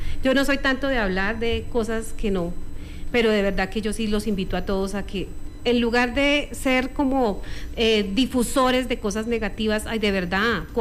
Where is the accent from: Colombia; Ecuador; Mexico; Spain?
Colombia; Aquitania, Boyacá; moved away as an adult; now in Bogotá, Colombia; yo soy de Aquitania.